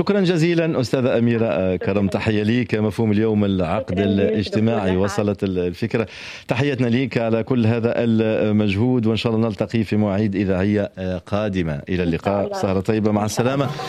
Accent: Tunisia

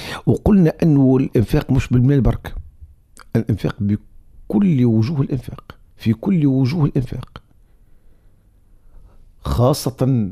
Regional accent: Tunisia; احنا عندنا في تونس هنا في بلادنا

